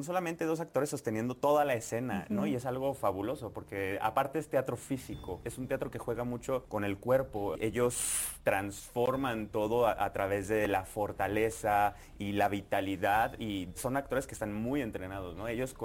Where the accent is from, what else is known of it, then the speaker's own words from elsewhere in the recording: Aguascalientes, Mexico; Somos todos de Hidrocálidos.